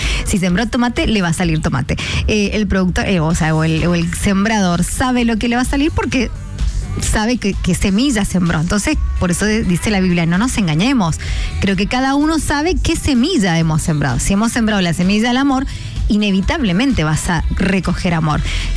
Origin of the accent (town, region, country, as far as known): Mendoza, Argentina